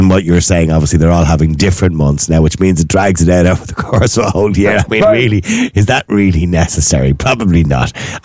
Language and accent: English; Ireland; So we're Irish.